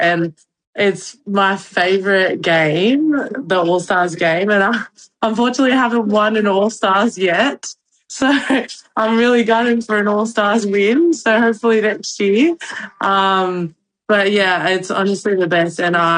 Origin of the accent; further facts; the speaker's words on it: New South Wales, Australia; born there; I was born in New South Wales